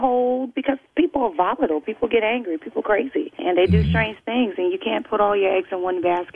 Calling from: Syracuse, New York, United States; I'm calling from Syracuse, New York.

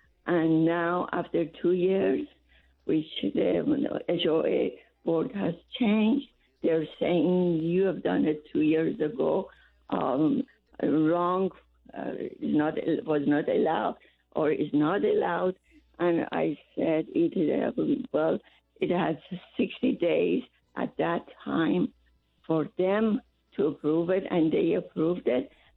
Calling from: California, United States; We are in California.

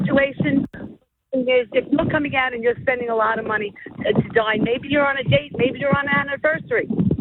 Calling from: Long Beach, New Jersey, United States; I'm from Long Beach.

